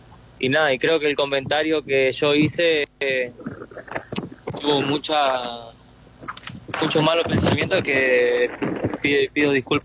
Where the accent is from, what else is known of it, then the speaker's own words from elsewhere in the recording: Argentina; pero yo soy argentino, ¿viste?